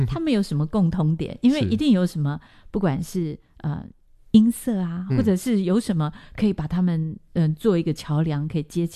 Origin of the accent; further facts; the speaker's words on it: Taiwan; 你从台湾来